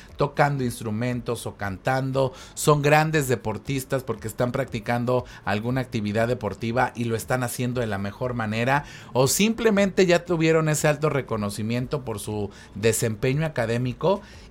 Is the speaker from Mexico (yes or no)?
yes; Mexico; De por sí dicen que así somos los mexicanos, ¿no?